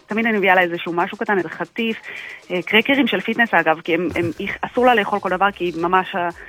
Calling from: Jerusalem, Jerusalem District, Israel; אני מירושלים, אני ככה תוך כדי עבודה, תוך כדי בדיקות

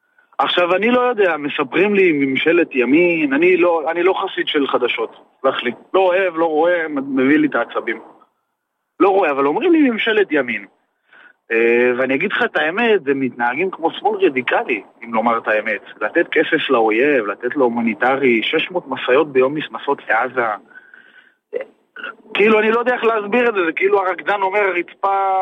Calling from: Northern District, Israel

